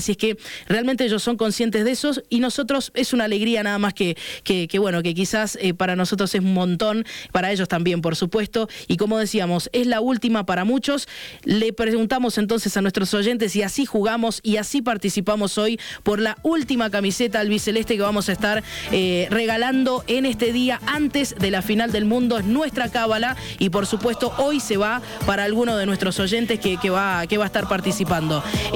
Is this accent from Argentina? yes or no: yes; Argentina